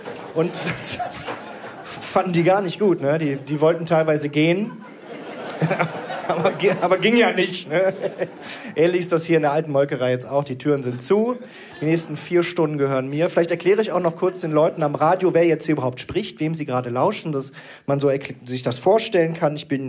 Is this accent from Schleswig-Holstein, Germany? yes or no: no; Krefeld, North Rhine-Westphalia, Germany; Denn ich bin aufgewachsen in der Nähe von Paris. In Krefeld.